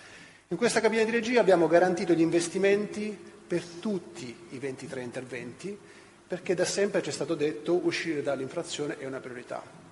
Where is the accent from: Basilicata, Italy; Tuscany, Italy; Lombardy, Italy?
Basilicata, Italy; moved away; ero lucano